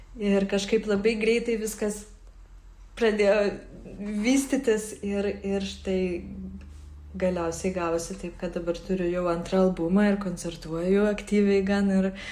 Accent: Vilnius, Vilnius County, Lithuania; moved away as an adult; now in Copenhagen, Denmark; Tai va, aš esu iš Vilnius, o Kopenhagoje aš gyvenu jau 16 metų. Studijos mane ten nuvedė prieš 16 metų, visiškai ne muzikos studijas.

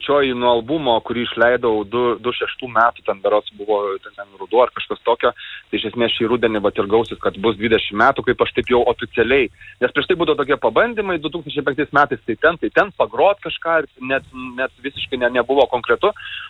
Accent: Siesikai, Vilnius County, Lithuania; moved away as an adult; also born or lived in Kaunas; now in Utena district, Lithuania; 20 metų aš gyvenau miestuose, prieš tai 20 metų aš gyvenau kaime beveik, tai yra Siesikos, Ukmergės rajone, o po to aš gyvenau 20 metų miestuose, aš gyvenau Kaune ir Vilniuje.

